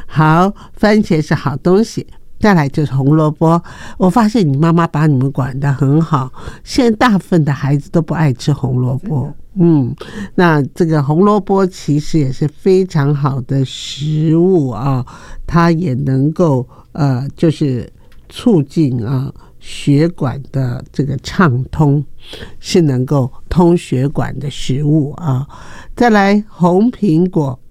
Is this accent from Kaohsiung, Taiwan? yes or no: yes; Kaohsiung, Taiwan; 我小时候在左营长大